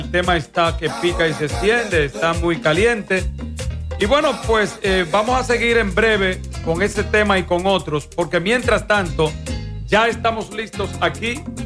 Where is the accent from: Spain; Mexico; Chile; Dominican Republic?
Dominican Republic